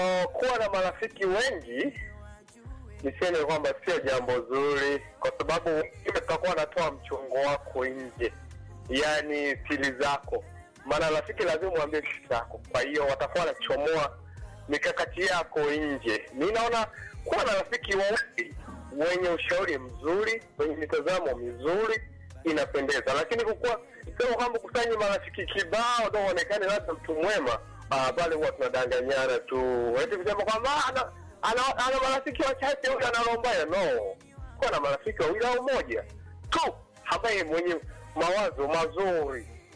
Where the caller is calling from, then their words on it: Busega District, Simiyu, Tanzania; napiga simu hii kutoka pande za Nasa Nyanganga barabara ya sokoni wilaya Buseka kata ya Nyashimo